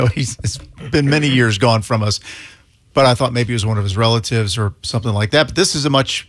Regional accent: United States; I'm American

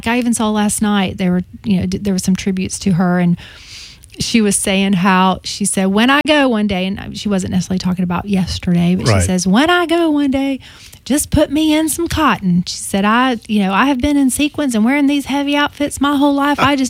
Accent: Alabama, United States; And I was raised on country music, was raised on … was raised

